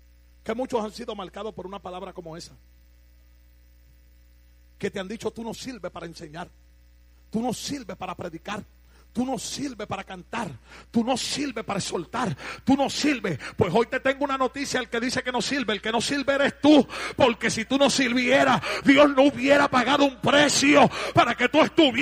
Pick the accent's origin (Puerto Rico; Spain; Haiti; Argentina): Puerto Rico; Loíza; Me expulsaron de la única escuela superior que en aquella época había en mi pueblo de Loíza.